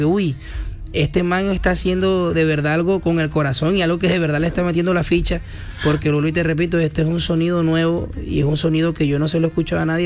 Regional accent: Valledupar, Cesar, Colombia; Yo vengo desde Valledupar

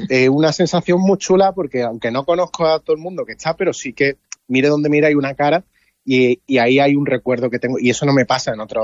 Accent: Antequera, Andalusia, Spain

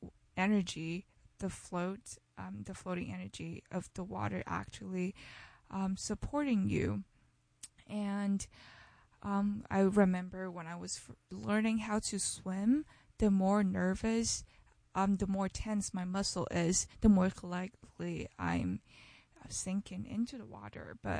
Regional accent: Shanghai, China; And maybe because my home city is beside the sea. I'm from Shanghai. It's really close to the sea, and we have a river that runs across the city.

